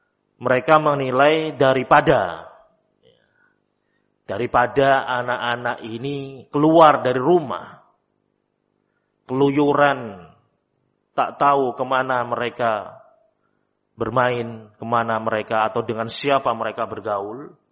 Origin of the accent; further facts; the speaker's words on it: Java, Indonesia; kalau dalam istilah kita orang Jawa, ojo kalah karo arek, ya.